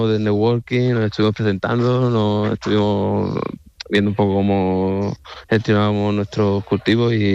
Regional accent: Trebujena, Andalusia, Spain; Yo vengo de Trebujena, de Cádiz.

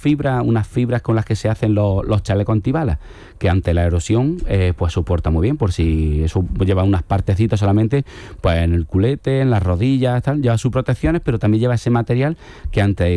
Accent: Baeza, Andalusia, Spain; moved away as an adult; now in Jerez, Spain; yo soy de Baeza, de Jaén.

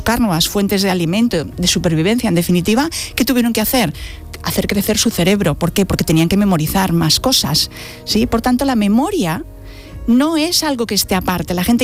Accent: Barcelona, Catalonia, Spain

